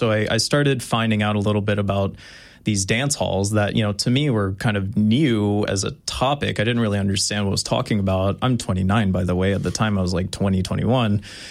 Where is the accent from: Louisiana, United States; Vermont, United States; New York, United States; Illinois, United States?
Louisiana, United States; Lafayette; also born or lived in Baton Rouge; So born and raised in Lafayette, Louisiana, just one of the neighborhoods just south of the mall, Mall of Louisiana down, or not Mall of Louisiana, Mall of Acadiana, right? Sorry. I lived in Baton Rouge for some time